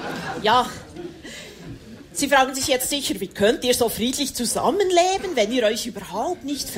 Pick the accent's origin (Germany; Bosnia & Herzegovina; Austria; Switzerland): Switzerland; German is a second language; als Schweizerin ist Hochdeutsch eine schwierige Fremdsprache. Ich fühle mich da immer ein bisschen ungelenk, Sie hören es ja.